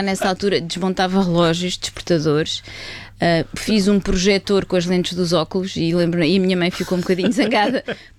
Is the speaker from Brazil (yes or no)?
no; Leiria, Portugal; also born or lived in Lisbon; Onde eu cresci foi no Oeste, exatamente.